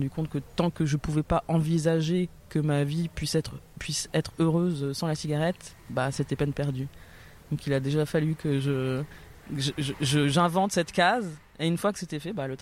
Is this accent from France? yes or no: yes; Lille, Hauts-de-France, France; là où je vis à Lille depuis toujours.